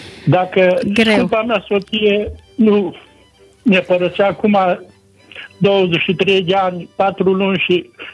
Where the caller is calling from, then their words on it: Bistrița, Bistrița-Năsăud, Romania; Eu mă trag de pământ, sunt de la Bistrița.